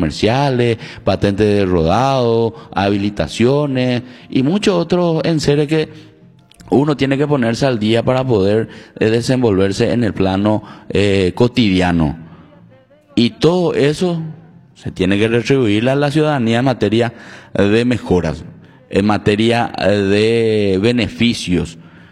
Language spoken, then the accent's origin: Spanish; Paraguay; esa es la idiosincrasia nuestra también como paraguayo